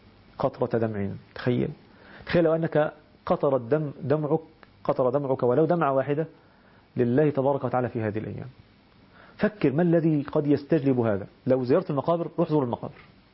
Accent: Egypt; إحنا بنسميه عندنا في مصر النهاردة اسمه يسموه ترند،

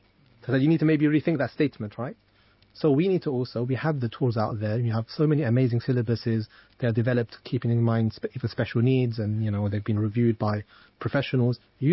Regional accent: London, United Kingdom; accent: South London; I'm from South London. We don't say the TH, we say South.

